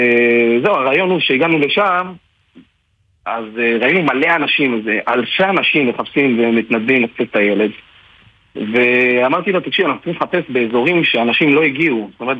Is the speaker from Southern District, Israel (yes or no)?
yes; Ashdod, Southern District, Israel; אני מאשדוד.